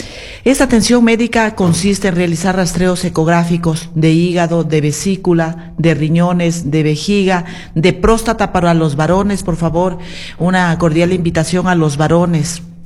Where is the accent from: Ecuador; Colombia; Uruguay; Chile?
Ecuador